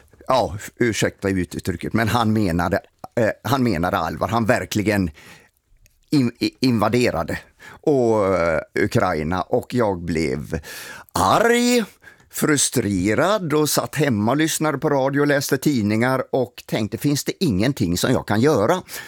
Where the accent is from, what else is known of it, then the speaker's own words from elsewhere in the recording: Sweden; och sa att jag är en svensk man som jag vill komma ner och delta i ert arbete.